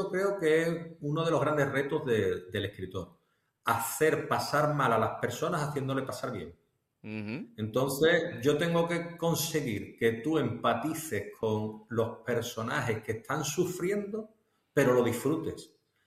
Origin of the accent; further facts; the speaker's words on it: Cádiz, Andalusia, Spain; Loreto, La Laguna principalmente, que es donde yo me he criado